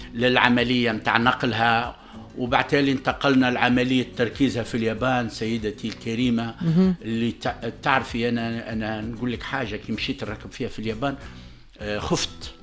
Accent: Tunisia; عندنا في تونس

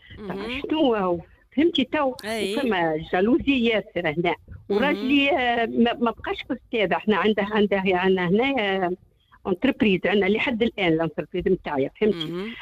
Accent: Gafsa, Gafsa Governorate, Tunisia; now in Montreal, Canada; قفصة بلادي أرض جدادي

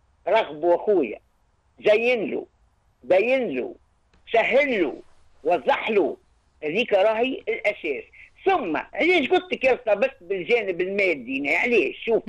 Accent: Tunisia

